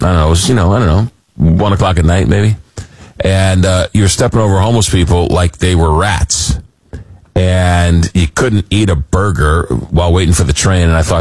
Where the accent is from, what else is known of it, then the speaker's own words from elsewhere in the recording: Long Island, New York, United States; I grew up in Long Island, and I used to go to New York, you know, when to go, whatever, you know, when I was in high school and college.